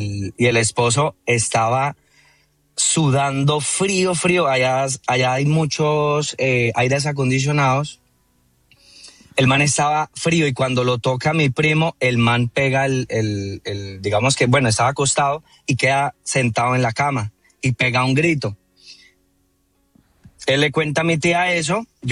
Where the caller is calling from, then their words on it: Villavicencio, Meta, Colombia; yo soy de Villavicencio.